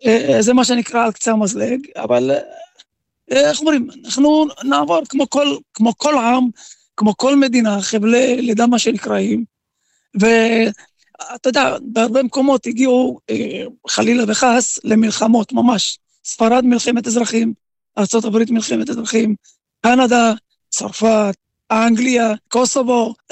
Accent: Sderot, Southern District, Israel; כל חיי הגעתי, נולדתי כאן, בקצב הזה נראה לי שגם אני אמות כאן.

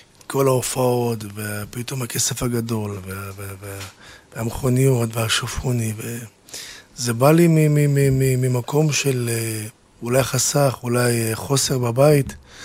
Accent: Tel Aviv, Tel Aviv District, Israel; אחד שבא מהשכונות, באתי מכפר שלם

